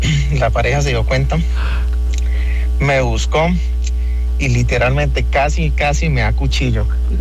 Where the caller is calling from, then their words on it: Piedecuesta, Santander, Colombia; Estoy llamando desde por acá de Piedecuesta.